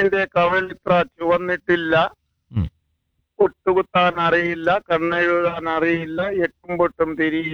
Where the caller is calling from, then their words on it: Vellanad, Kerala, India; ഞാന് 45 വർഷം കൊണ്ട് വെള്ളനാട് കേന്ദ്രീകരിച്ച് മാർക്കറ്റിന്റെ ഫ്രണ്ടിൽ കട നടത്തിക്കൊണ്ടിരുന്ന ആളാണ്.